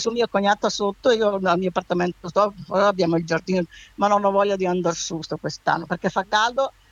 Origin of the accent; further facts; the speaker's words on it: Lombardy, Italy; born there; moved away; sono nata in montagna, che sono nata a Valcamonica anch'io, né? Io sono alla casa a 3 chilometri da Breno, né? Cemmo, l'hai sentita nominare?